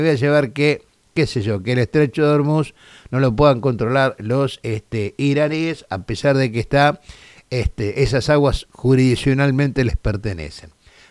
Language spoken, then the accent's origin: Spanish; Buenos Aires, Argentina; nuestra provincia de Buenos Aires